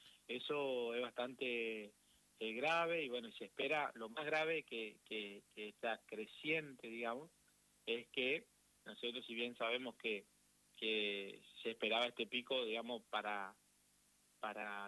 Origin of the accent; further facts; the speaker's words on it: Empedrado, Corrientes, Argentina; Bueno, mi pueblo se encuentra a 58 kilómetros de la capital al sur, digamos, por la costa del río Paraná, se llama Empedrado.